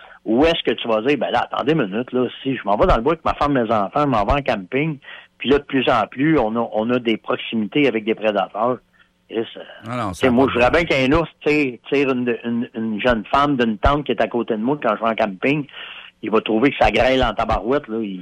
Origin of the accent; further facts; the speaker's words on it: Canada; nous autres, on est des Canadiens, nous autres, on est fins, là, OK?